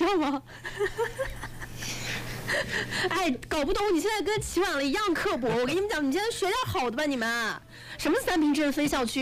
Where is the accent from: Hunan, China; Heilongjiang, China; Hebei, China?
Hunan, China; Changsha; moved away; 我长沙的啊，我老家长沙的